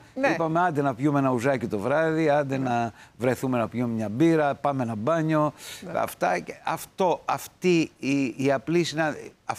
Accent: Mytilene, North Aegean, Greece; moved away; Ναι, γεννήθηκα εκεί. Και μεγάλωσα εκεί.

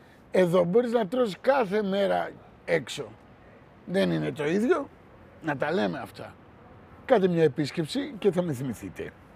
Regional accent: Thessaloniki, Central Macedonia, Greece; now in Athens, Greece; Χαίρομαι πάρα πολύ που πήρα την απόφαση να κάνω μια καταδρομική στην πόλη μου.

